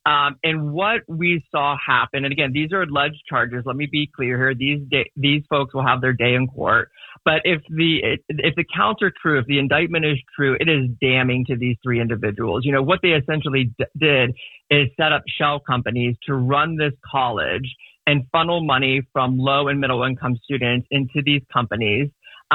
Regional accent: Ohio, United States; I grew up in the Ohio Valley. I grew up about 10 minutes from Steubenville, Ohio, and I'm the son of a steel mill worker.

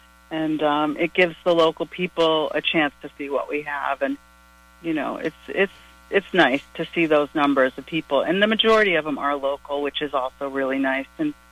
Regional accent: Centerville, Massachusetts, United States; now in Hyannis, United States; Well, I live in Hyannis, and I've been, you know, I grew up in Centerville, but I've lived in Hyannis my whole adult life

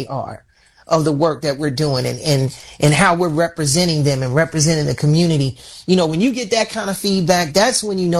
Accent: Chicago, Illinois, United States; particularly my hometown of Chicago.

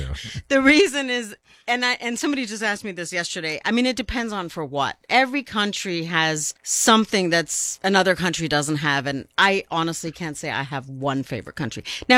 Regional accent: Germany; So Germany, I'm going to plug just because I'm from Germany.

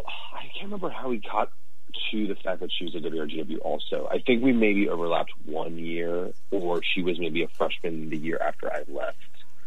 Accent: Arlington, Virginia, United States; Majored in international affairs, focusing in conflict resolution, and I'm from Arlington, Virginia.

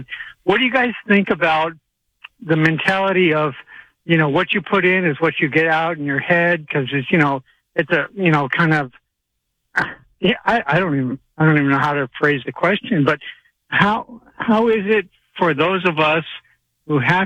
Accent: Sedona, Arizona, United States; And, well, I grew up in Sedona, Arizona.

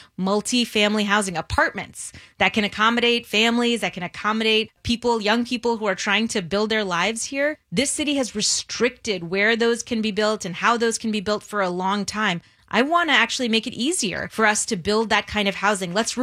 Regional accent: East Coast, United States; We grew up in suburbs on the East Coast, didn't have access to be able to live out big dreams.

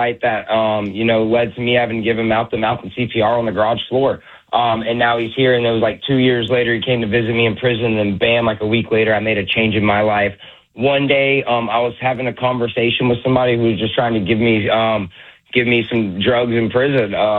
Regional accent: Jacksonville, Florida, United States; So I'm from the Jacksonville, Florida area.

